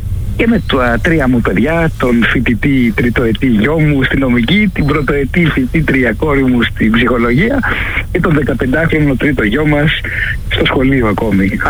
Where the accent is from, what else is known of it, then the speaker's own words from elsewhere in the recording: Greece; εμείς σαν Έλληνες